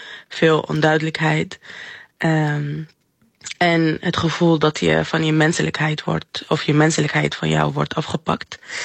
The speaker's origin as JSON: {"language": "Dutch", "country": "Syria", "second_language": "Dutch", "lives_now": "Netherlands", "said": "Mijn thuisland was in 2024 en daar toen kon ik natuurlijk niet naar Syrië. En nu laatst ben ik op bezoek geweest"}